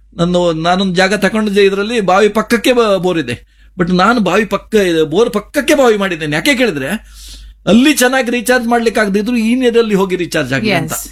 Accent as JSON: {"language": "Kannada", "town": "Kundapura", "region": "Karnataka", "country": "India", "accent": "Kundapura Kannada", "said": "ಇದು ನಮ್ಮ ಕುಂದಾಪುರ ಭಾಷೆ"}